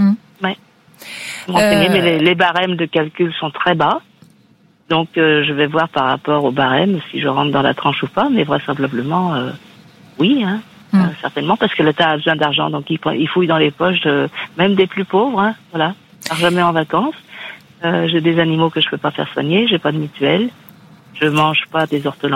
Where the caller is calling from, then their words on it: Crosne, Île-de-France, France; De Crône, dans l'Essonne.